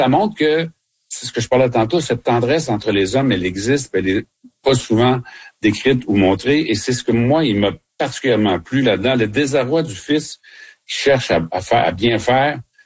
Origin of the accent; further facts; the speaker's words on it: Quebec, Canada; chez nous au Québec